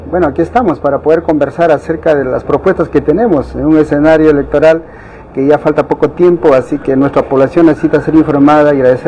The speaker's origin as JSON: {"language": "Spanish", "town": "Candarave", "region": "Tacna", "country": "Peru", "said": "nuestros hermanos de Candarave y Dios que me dio la oportunidad de trabajar por mi tierra"}